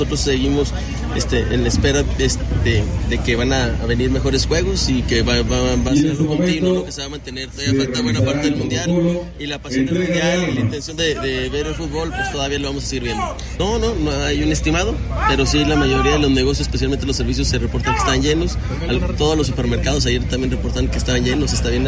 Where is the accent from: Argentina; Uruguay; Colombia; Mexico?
Mexico